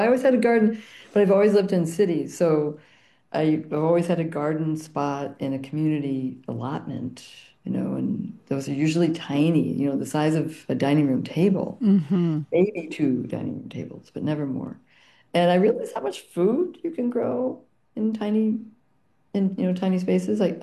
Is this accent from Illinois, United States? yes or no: yes; Chicago, Illinois, United States; I grew up in Chicagoland